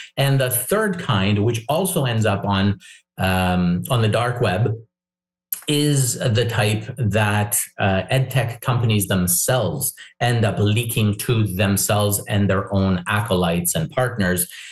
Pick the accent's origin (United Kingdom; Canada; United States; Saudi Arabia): Canada; it's our right as Canadian parents to ask these questions.